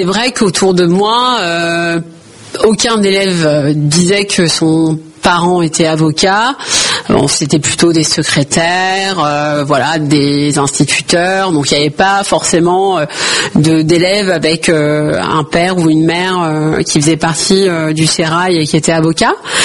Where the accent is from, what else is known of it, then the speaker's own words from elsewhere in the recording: Rosny-sous-Bois, Île-de-France, France; je suis née à Rosny-sous-Bois. C'est une commune aujourd'hui qui comprend 45 000 habitants.